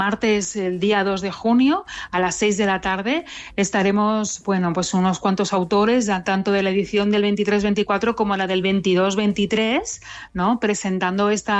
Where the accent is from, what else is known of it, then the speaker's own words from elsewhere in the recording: Andratx, Balearic Islands, Spain; ambientada en Andratx, que es mi pueblo